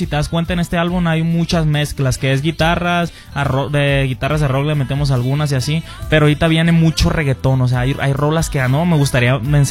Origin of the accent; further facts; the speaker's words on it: Mexico; somos mexicanos